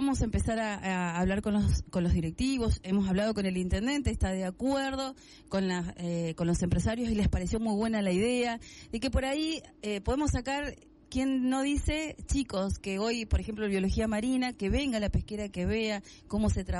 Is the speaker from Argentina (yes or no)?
yes; Caleta Olivia, Santa Cruz, Argentina; los caletenses no conocemos la pesquera. Yo le digo, yo soy nacida en Caleta.